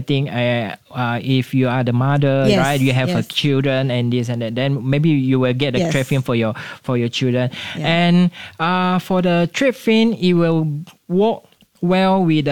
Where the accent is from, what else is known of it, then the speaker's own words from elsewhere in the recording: Sarawak, Malaysia; English is a second language; So actually, this dish is very personal to me because patin buah is from my hometown of Sarawak.